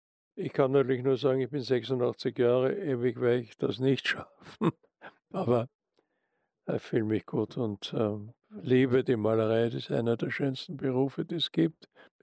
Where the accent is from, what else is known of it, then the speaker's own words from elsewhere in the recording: Austria; in Österreich liebe und Österreich lebe, dass man auch in Österreich diese Bilder kauft. Also das ist mein Heimatland und ich bin natürlich Mitteleuropäer, das ist klar.